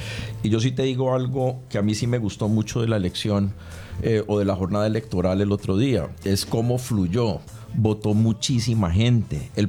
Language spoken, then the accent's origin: Spanish; Cali, Valle del Cauca, Colombia